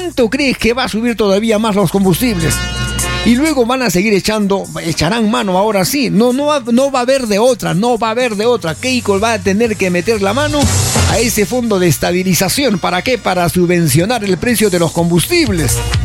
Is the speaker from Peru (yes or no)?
yes; Peru; Somos pues peruanos, oye.